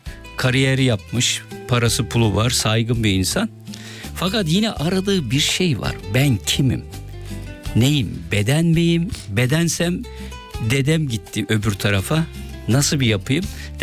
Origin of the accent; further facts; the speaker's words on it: Aegean Region, Turkey; İşte Ege'ye götürdüm çünkü ben de Ege'liyim.